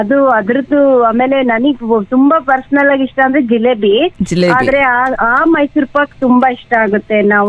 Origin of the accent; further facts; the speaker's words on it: Shivamogga, Karnataka, India; moved away as an adult; now in Bangalore, India; ನಮ್ಮೂರಿಂದು ಅಂದ್ರೆ ಶಿವಮೊಗ್ಗದಾದ್ರೆ